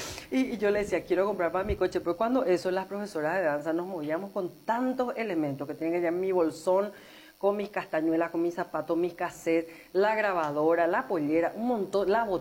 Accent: Asunción, Paraguay; born there; Yo nací en Asunción, de padres del interior. Mi papá es de Coronel Martínez, en el departamento del Guairá, y mi mamá es de Ipacaraí, malcriada en San Lorenzo. Y yo nací en Asunción.

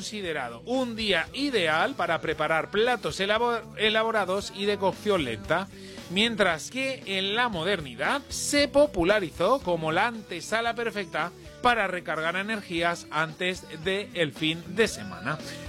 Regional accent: Spain; now in Paraguay

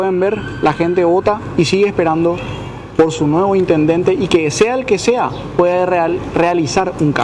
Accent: Asunción, Paraguay; Soy asunceno, señor.

